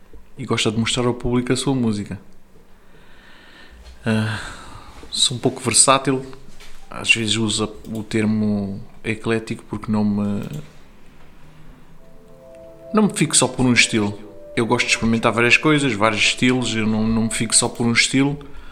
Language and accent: Portuguese; Portugal; born there; é um português, filho de pais cabo-verdianos, nasci no Porto Bandão, margem sul.